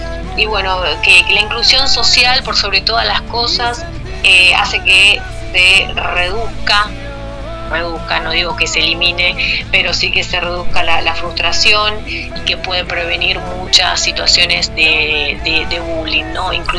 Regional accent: General Rodríguez, Buenos Aires Province, Argentina; yo soy acá de Rodríguez

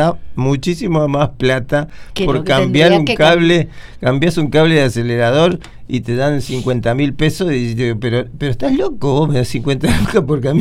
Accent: Buenos Aires, Argentina; born there; No, es en Parque Patricio.

